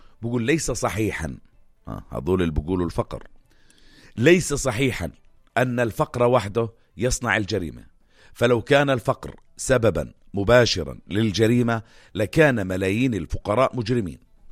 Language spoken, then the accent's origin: Arabic; Jordan; وهذا اللي صار عندنا بالأردن